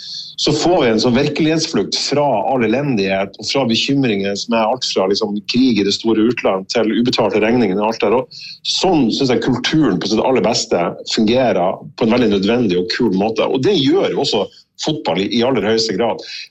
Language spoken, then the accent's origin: Norwegian; Fauske, Nordland, Norway; now in Tromsø, Norway; her i Tromsø der jeg bor, og der jeg kommer fra på Fauske i Nordland.